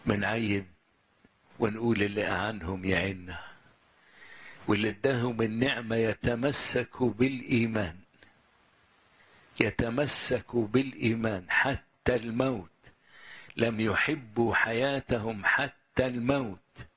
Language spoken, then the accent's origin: Arabic; Egypt; بلادنا مصر